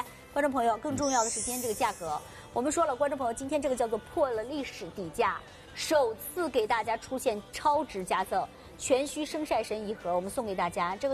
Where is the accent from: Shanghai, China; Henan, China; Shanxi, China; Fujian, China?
Shanghai, China; 现在咱们上海人讲究精致养生